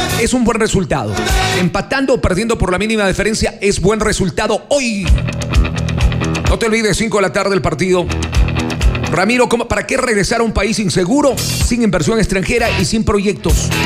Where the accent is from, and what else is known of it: Ecuador